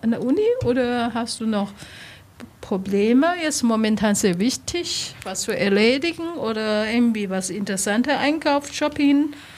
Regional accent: Taiwan; German is a second language; Ich komme persönlich aus Taiwan. Ich habe natürlich auch meine taiwanische Verhaltung.

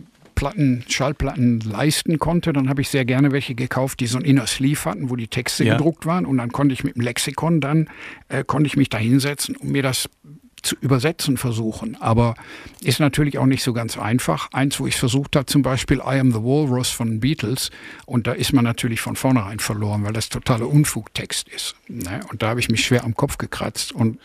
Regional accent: North Rhine-Westphalia, Germany; ich bin im Ruhrgebiet groß geworden

